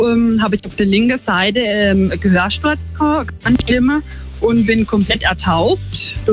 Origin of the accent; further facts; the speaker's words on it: Schonach, Baden-Württemberg, Germany; Ich komme aus Schonach im Schwarzwald